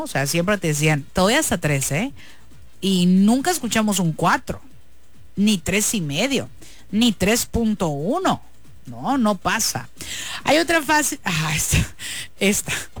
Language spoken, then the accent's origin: Spanish; Mexico